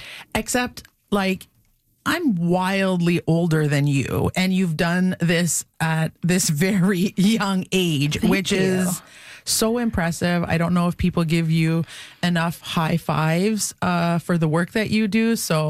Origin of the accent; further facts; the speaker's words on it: Kitigan Zibi, Quebec, Canada; I'm from Kitigan-Zibi Anishinaabeg.